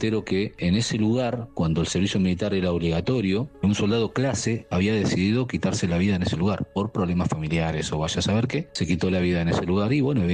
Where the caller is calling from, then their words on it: Buenos Aires Province, Argentina; vivo en Conurbano Sur.